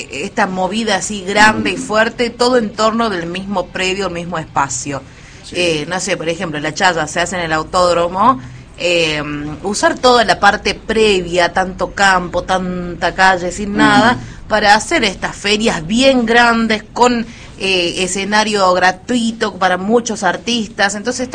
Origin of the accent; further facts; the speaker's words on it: La Rioja, Argentina; le digo, sí, soy riojana.